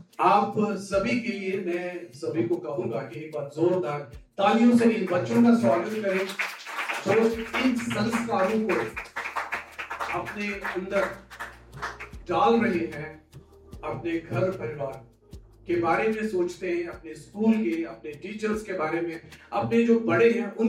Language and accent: Hindi; Jammu and Kashmir, India; now in Ambala, India; मैं मूलतः कश्मीर से हूं और 36 वर्ष पहले अंबाला की इस कर्मभूमि पर आया था जब हमने सब कुछ पीछे छोड़ सब कुछ खोके एक नए संस्कृति में एक नए आबोहवा में हमने अपनी जिंदगी शुरू की।